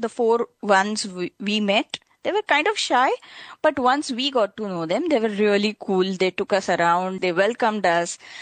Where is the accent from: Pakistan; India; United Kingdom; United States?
India; Mumbai, Maharashtra; born or raised there